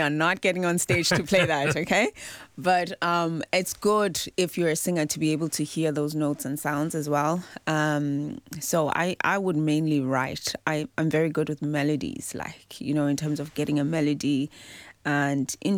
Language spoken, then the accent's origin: English; South Africa; growing up in South Africa